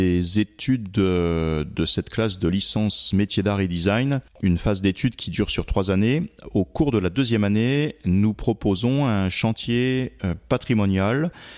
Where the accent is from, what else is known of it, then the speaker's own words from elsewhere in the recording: Grand Est, France; now in northern France; Je suis aussi natif de la Meuse et toute ma famille, depuis plusieurs générations, est originaire du secteur de Benoît-de-Vaux. J'ai encore de la famille à Rouvroy-sur-Meuse, à Tilly, à Don-Severin également. Donc, je connais bien tout ce coin de la Meuse